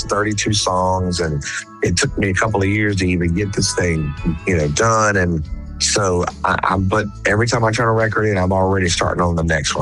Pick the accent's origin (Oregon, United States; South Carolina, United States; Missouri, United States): South Carolina, United States; I'm from South Carolina